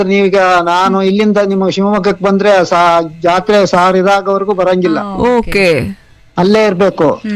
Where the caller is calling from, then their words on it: Kenchammana Hosakote, Karnataka, India; ಕೆಂಚಮ್ಮ ಹೊಸಕೋಟೆ ನಮ್ದು ಊರು.